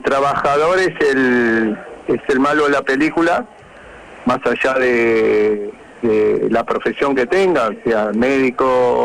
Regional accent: Argentina; cerrando como sociedad y como ciudadano y como argentino

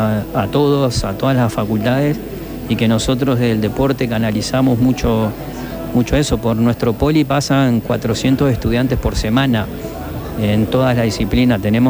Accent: Concepción del Uruguay, Entre Ríos, Argentina; also born or lived in Villaguay; Y yo llegué de Villaguay en el 2003 a Concepción. Yo soy de acá

